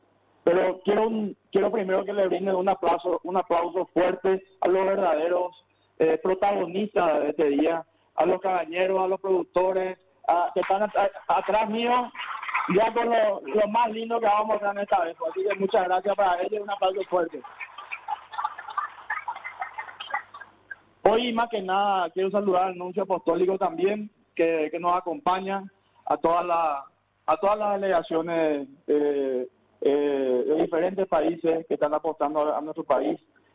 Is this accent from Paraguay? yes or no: yes; Paraguay; pero por sobre todo como productor y como paraguayo, que es lo más importante